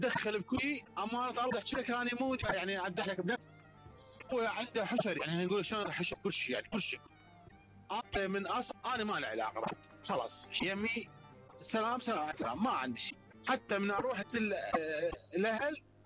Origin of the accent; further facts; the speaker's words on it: Baghdad, Baghdad Governorate, Iraq; now in Ramadi, Iraq; أنا يعني أنا أصلاً من بغداد